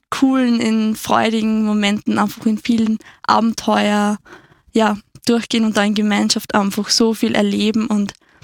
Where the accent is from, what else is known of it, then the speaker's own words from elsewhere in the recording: Oberndorf, Lower Austria, Austria; bin 21, komme aus Niederösterreich, aus Oberndorf.